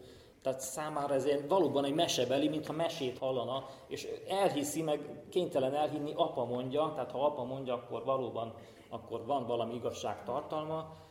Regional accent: Fügyivásárhely, Bihor, Romania; also born or lived in Oradea; Én nagyváradi születésű vagyok, Fügyivásárhelyen nőttem fel.

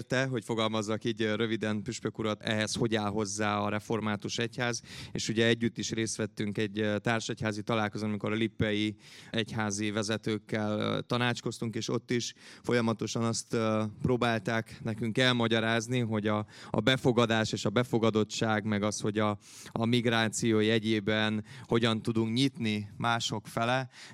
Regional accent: Transylvania, Romania; ha csak a mi erdélyi magyarságunkat tekintve, fölteszem azt a kérdést, hogy mi kettős, minimum kettős kisebbségben vagyunk, egyrészt a Romániában élő magyarként

